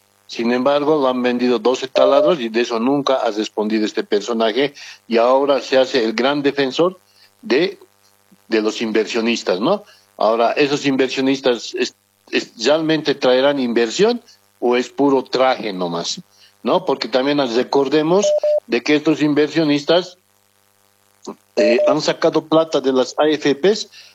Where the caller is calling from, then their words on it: El Alto, La Paz, Bolivia; de la ciudad del Alto.